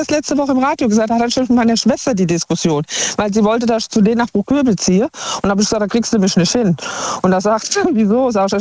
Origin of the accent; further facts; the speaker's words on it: Offenbach, Hesse, Germany; born there; also born or lived in Obertshausen; ich bin ja hier geboren in Offenbach, bin 2 Jahre nach Obertshausen gezogen. Ich kenne die Hessen nur so.